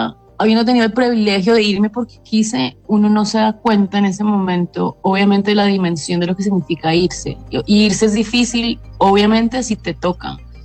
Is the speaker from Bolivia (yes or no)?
no; Colombia; now in Canada; porque obviamente Colombia está en mi corazón y yo soy colombiana, pero yo ya me volví una especie de mutante porque también soy canadiense